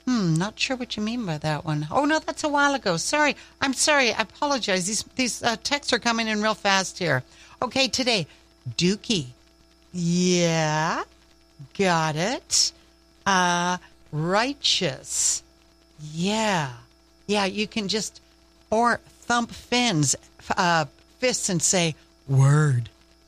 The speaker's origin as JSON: {"language": "English", "region": "the Maritimes", "country": "Canada", "said": "Even though I'm from the Maritimes and everything is just about all good, you don't say I'm good, you say I'm well."}